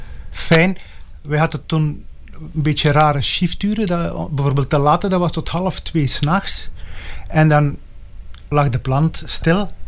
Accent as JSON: {"language": "Dutch", "town": "Beveren", "region": "Flanders", "country": "Belgium", "said": "Komende van het Waasland"}